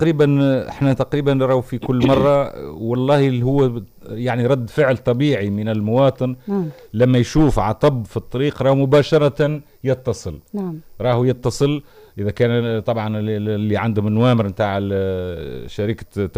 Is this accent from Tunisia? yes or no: yes; Tunisia; عندنا في تونس